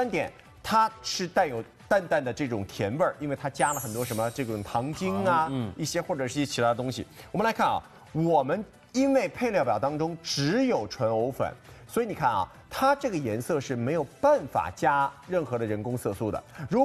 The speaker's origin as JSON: {"language": "Chinese", "town": "Hangzhou", "region": "Zhejiang", "country": "China", "said": "我作为一个杭州人，我都没有看到过这么便宜"}